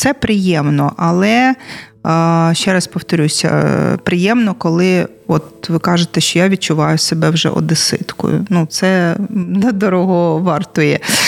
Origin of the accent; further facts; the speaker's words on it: Odesa, Odesa Oblast, Ukraine; я сама народилася в Одесі